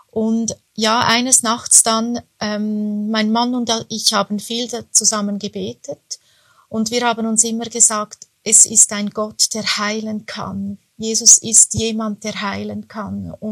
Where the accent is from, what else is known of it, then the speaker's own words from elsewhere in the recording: Switzerland; accent: Swiss; ich komme aus der Schweiz, was unschwer zu erkennen ist an meiner Aussprache.